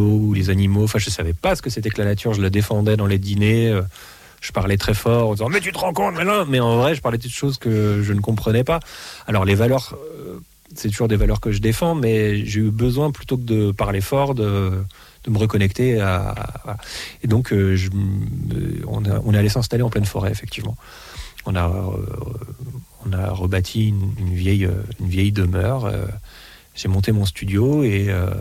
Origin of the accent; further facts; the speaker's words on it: France; first language French; also born or lived in Paris; Alors j'ai des origines américaines, tout ça, ce qui fait que je prétextais l'anglais, mais si je me raconte pas d'histoire, en fait, je suis français, je lis des livres en français.